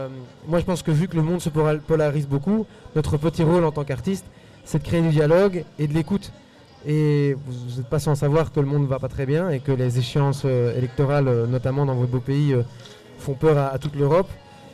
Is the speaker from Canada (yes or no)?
no; Peru; moved away